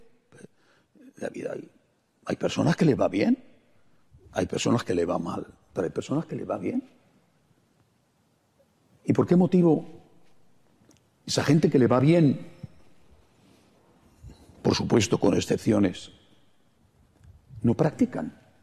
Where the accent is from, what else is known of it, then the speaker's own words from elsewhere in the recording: Spain; En mi país, en España, no tenemos niños.